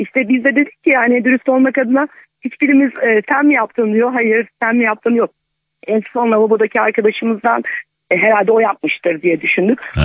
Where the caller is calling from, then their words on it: Adana, Turkey; Adanalıyım.